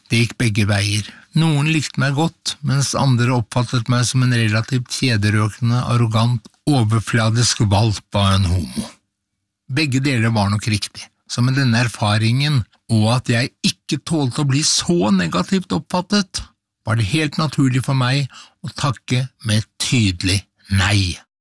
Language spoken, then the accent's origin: Norwegian; Horten, Vestfold, Norway; moved away as an adult; now in Oslo, Norway; da jeg kom fra Horten til hovedstaden på 70-tallet, da jeg hadde brutt ut av mitt første ekteskap